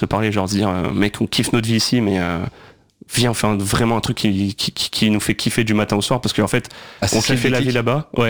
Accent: Hauts-de-France, France; parce que moi je suis de Picardie à la base, donc dès que j'ai pu monter sur Paris pour faire du stand-up après mon bac, bah je l'ai fait

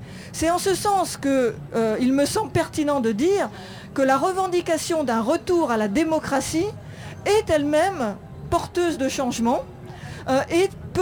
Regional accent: France

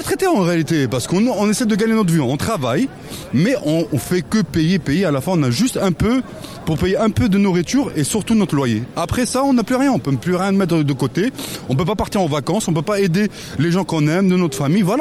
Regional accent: Courbevoie, Île-de-France, France; Je suis parisien, je viens de la banlieue, Courbevoie plus, bon, c'est pas vraiment une banlieue connue comme Saint-Denis, tout ça, c'est Courbevoie.

